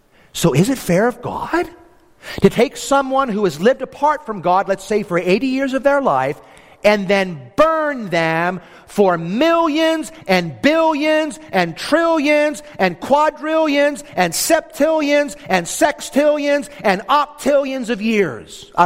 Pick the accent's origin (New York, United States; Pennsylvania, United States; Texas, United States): Pennsylvania, United States; York; where I grew up in York, Pennsylvania, you know, the inner city neighborhood where I lived